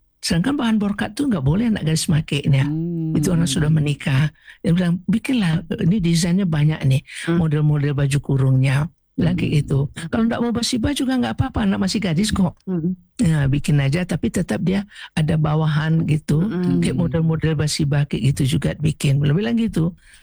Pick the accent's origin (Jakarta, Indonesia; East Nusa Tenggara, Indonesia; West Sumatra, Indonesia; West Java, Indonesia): West Sumatra, Indonesia; Kalau kita Minang gak pakai batik di bawah. Pakai kain gitu dia.